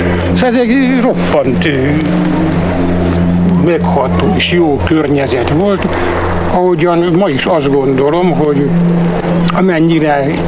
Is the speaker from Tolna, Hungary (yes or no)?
yes; Felsőrácegres, Tolna, Hungary; Minden falutól messze eső puszta az, ahol én születtem. Rácseg, Felső Rácseg, ez a Simontornya és Sárszentlőrinc között. Ott volt az apám urodalmi főgépész.